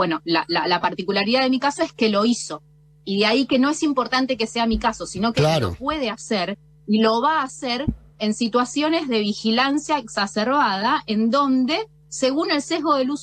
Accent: Argentina; now in Epuyén, Argentina; que soy mujer, que soy una activista, que soy argentina

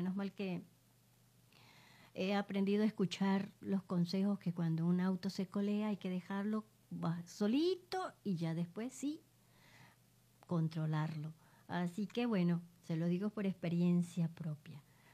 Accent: Venezuela; como decimos nosotros en Venezuela

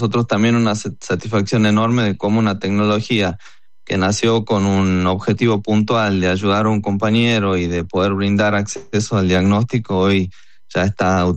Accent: Tilcara, Jujuy, Argentina; Yo soy de Tilcara, claro. En la quebrada de Humahuaca.

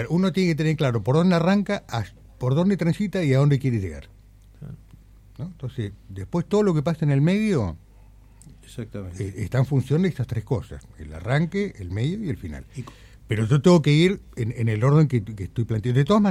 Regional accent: Coronel Dorrego, Buenos Aires Province, Argentina; moved away as an adult; Sí, nací ahí, me crié ahí hasta los 22 que vine a vivir acá.

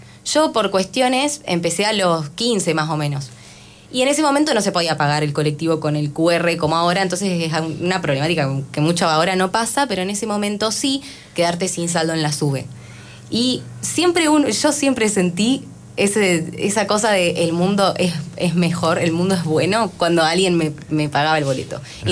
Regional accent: Funes, Santa Fe, Argentina; yo siendo de Funes

